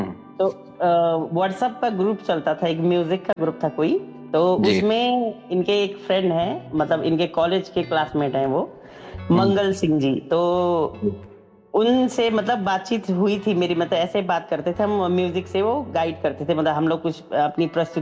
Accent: Uttarakhand, India; मैंने कहा नहीं मैं उत्तराखंड से हूँ

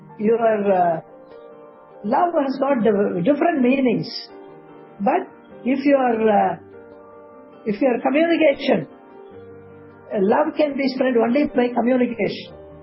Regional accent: India; India is my country. I love India. I am an Indian. I don't like to go out anywhere. I'd like to stay in India, help people in India, and I'm an Indian.

